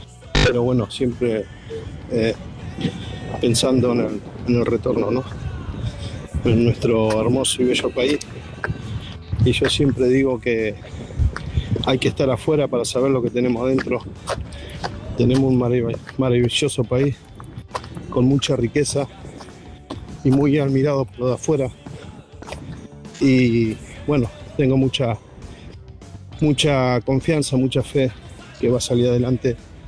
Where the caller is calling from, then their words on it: Bilbao, Basque Country, Spain; desde acá de Bilbao